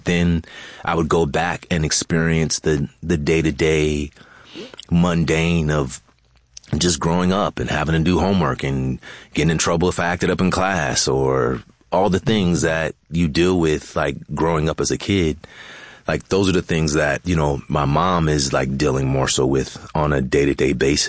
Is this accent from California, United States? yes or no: yes; California, United States; born or raised there